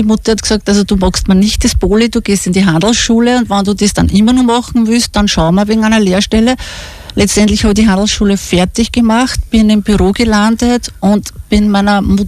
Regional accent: Obergrafendorf, Lower Austria, Austria; born there; bei uns war es ja so in Obergrafendorf, also man hat sich da dann im Ort getroffen.

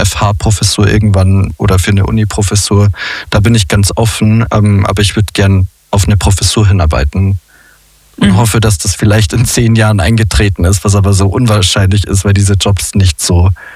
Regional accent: Bavaria, Germany; Als Bayer ist man eh fast auch Österreicher.

